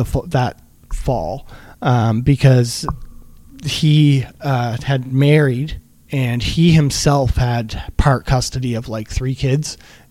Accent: Mount Uniacke, Nova Scotia, Canada; I grew up in Mount Uniacke. I knew the area.

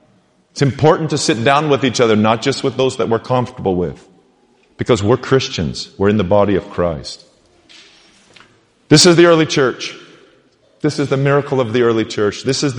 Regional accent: Los Angeles, California, United States; I've never really grown up with Anglo-Saxons because I grew up in Los Angeles.

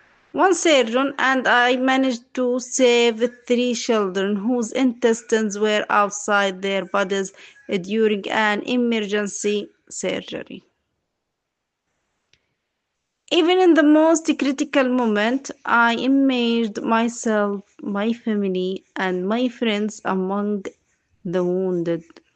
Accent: Gaza, Gaza Strip, Palestine; 32 years old. I am from Gaza, Palestine.

